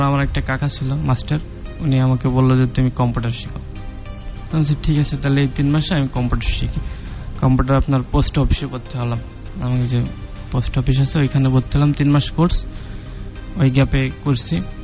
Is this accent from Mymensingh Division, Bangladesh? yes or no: no; Magura District, Khulna Division, Bangladesh; আর আমার বাড়ি ছিল মাগুরা ডিস্ট্রিক্টে